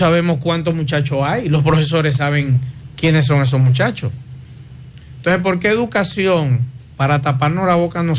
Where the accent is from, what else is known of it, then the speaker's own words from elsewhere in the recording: Dominican Republic; a nosotros como dominicanos debe darnos vergüenza.